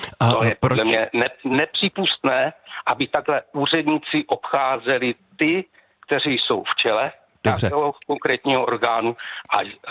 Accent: Brno, South Moravian Region, Czechia; Mě by to nevadilo, my v Brně, já jsem z Brna

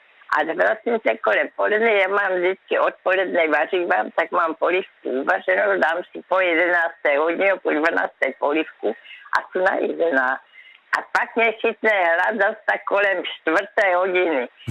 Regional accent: Brno, South Moravian Region, Czechia; kde jsem vyrostla v Kamence? To je tam je vrch, tam je kopec v Brně.

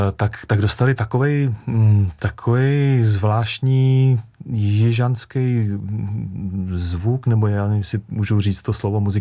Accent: Rakovník, Central Bohemian Region, Czechia; Jak se to ten kluk, jak tomu ten kluk z rakovníka přišel vlastně, že jo?

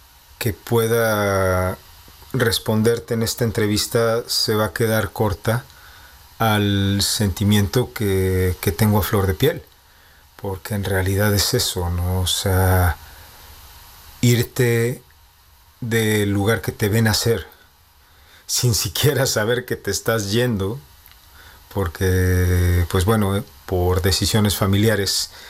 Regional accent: Tamaulipas, Mexico; now in Czechia; e ir a mostrar un poco de la cultura, no solamente de mi estado, sino de mi país, de México, de mi país natal.

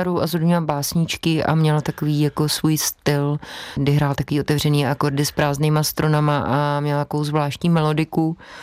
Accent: Karlovy Vary, Karlovy Vary Region, Czechia; born there; also born or lived in Kladno; se pocházím z Karlových Varů, měli jsme ještě takový krátký roční intermezzo, že jsme bydali s mámou v Kladně, kde nám nebylo úplně dobře, tak jsme se vrátili vlastně zpátky do těch Varů

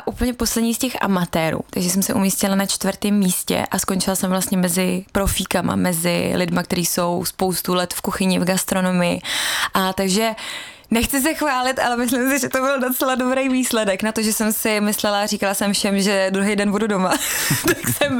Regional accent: Svitavy, Pardubice Region, Czechia; Ano, jsem přímo ze Svitav, takže jo, jsem.

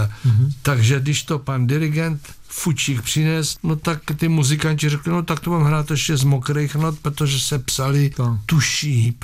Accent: Police nad Metují, Hradec Králové Region, Czechia; já pocházím z Police nad Metují, z rodiny muzikantský

